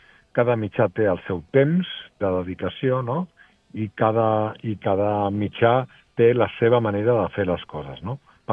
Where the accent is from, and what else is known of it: Argentona, Catalonia, Spain